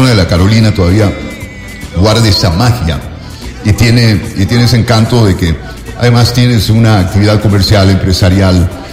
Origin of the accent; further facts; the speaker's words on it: Quito, Pichincha, Ecuador; Yo prácticamente me amamantaron aquí